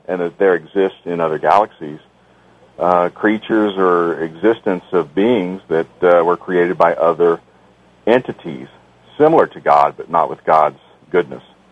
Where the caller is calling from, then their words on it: Texas, United States; I'm calling from South Texas.